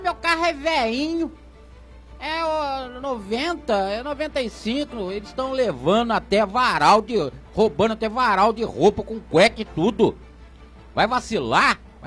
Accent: São Paulo, Brazil; Eu sou de Moreira

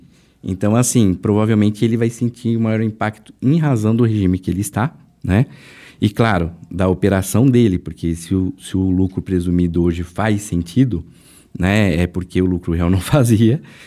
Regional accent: São Paulo, Brazil; born there; Eu, na verdade, sou nascido em São Paulo. Cheguei à adolescência e morar no interior, né?

